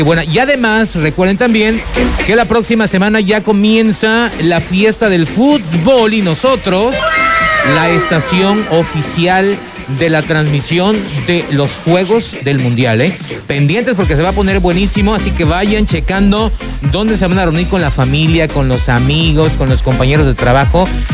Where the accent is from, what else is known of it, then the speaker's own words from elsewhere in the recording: Mexico; nos sentimos orgullosos mexicanos.